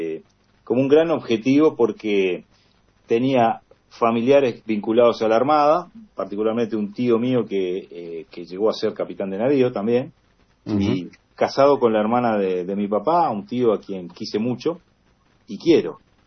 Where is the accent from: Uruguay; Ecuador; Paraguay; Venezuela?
Uruguay; Montevideo; Bueno, nací en Montevideo, ahí en la conjunción entre La Blanqueada y Parque Valle. Uh-huh. Y ahí hice mis primeras armas, los primeros años. Después nos mudamos, la familia se mudó para Punta Gorda